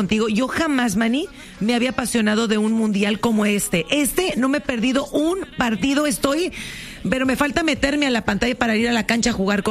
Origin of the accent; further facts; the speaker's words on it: Mexico; Me gustaría, porque obviamente, pues mi México hermoso ya no está, que hicieron un papel precioso, espectacular